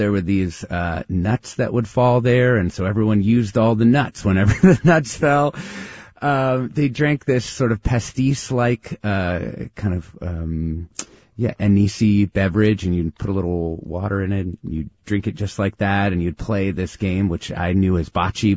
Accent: United States; there I was as an American

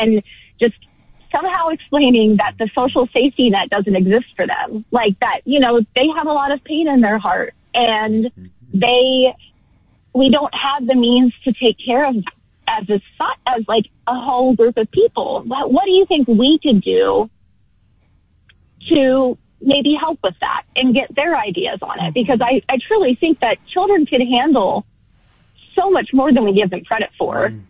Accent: Kentucky, United States; born there; also born or lived in Texas; now in San Francisco, United States; I was born in Kentucky, lived in Texas for 10 plus years.

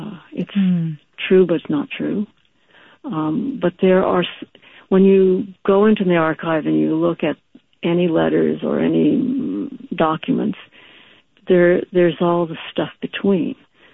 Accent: Los Angeles, California, United States; And his work and his presence was always a part of my family life as I grew up in Los Angeles.

